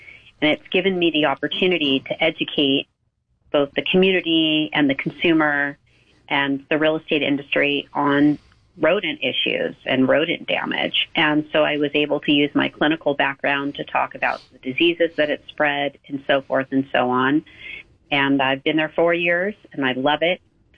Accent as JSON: {"language": "English", "town": "Chatsworth", "region": "California", "country": "United States", "tie": "born or raised there"}